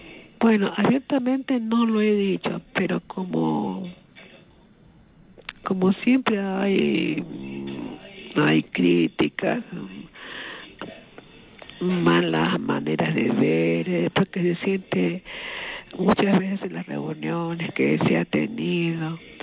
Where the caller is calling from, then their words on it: Chincha Alta, Ica, Peru; estoy llamando de la ciudad de Chincha.